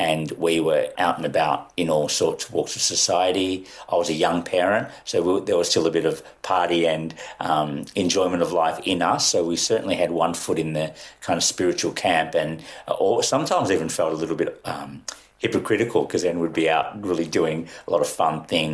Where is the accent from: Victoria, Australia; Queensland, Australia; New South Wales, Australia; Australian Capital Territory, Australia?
Victoria, Australia; Melbourne; also born or lived in India; Grew up in Melbourne. We went straight to Melbourne to Moonee Ponds when I was 2.5 years old. I was the youngest of five. And then we eked out an existence in the suburbs of Melbourne